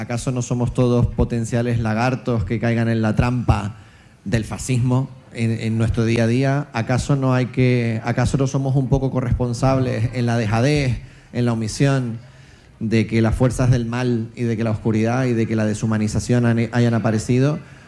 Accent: Canary Islands, Spain; moved away; also born or lived in Latin America; siendo yo un canario que llevo mucho tiempo fuera, pero siendo hijo de gallegos. O sea, soy hijo de pueblos errantes, ¿no? He vivido en América Latina

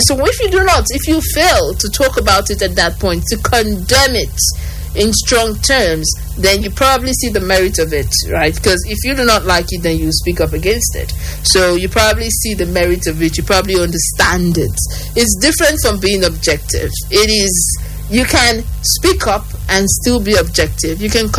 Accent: Nigeria

